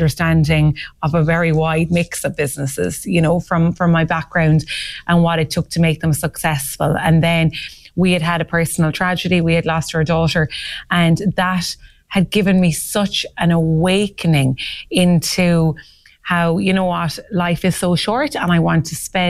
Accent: County Clare, Ireland; moved away; I'm from Clare originally

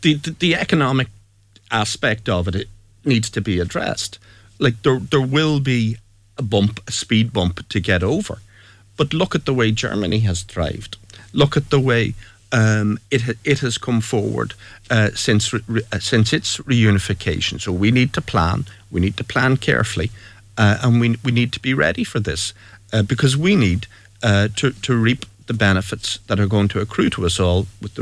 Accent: Ulster, Ireland; born there; I was born in County Donegal.

